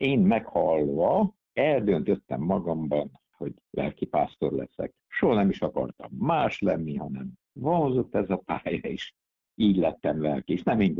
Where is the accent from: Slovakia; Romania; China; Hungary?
Romania; Transylvania; A egyházban, egy szorvány Dél-Erdély gyülekezetben valóban születtem, úgyhogy egyetlen vallás óráról tudok, amire nem tudtam elmenni.